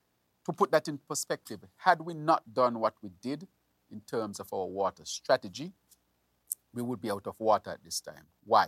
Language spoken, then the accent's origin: English; Saint Kitts, St. Kitts & Nevis; I'm from St. Peter's